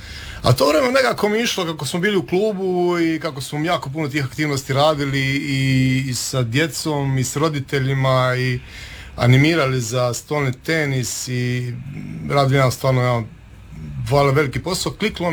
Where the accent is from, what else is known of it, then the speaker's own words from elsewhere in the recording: Cavtat, Dubrovnik-Neretva County, Croatia; dolazim iz Cavdata i mladi sam muzičar